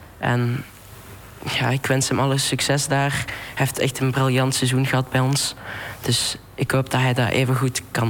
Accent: England, United Kingdom; Dutch is a second language; now in Belgium; Ja, ik identificeer me nog als Engels. Maar officieel ben ik ook half Belg. Ja? Omdat ik ben hier al 7 jaar wonen.

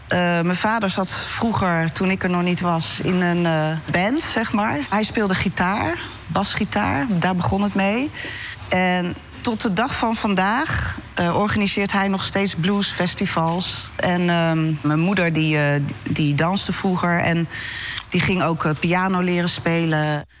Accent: North Brabant, Netherlands; born there; also born or lived in Scheveningen / Leidschendam; Ik ben geboren in Scheveningen. Mijn ouders gingen al vrij snel een huisje kopen. Naar Leidschendam zijn we verhuisd. Tot mijn zesde. En toen ben ik naar Brabant. Zijn we naar Brabant gegaan.

